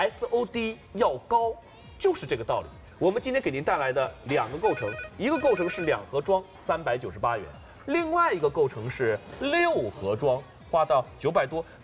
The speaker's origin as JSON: {"language": "Chinese", "country": "China", "said": "我们中国人老祖宗养生也是这样的"}